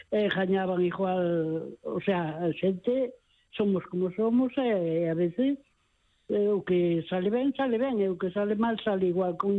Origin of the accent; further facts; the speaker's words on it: Lugo, Galicia, Spain; digo, pues eu son de Lugo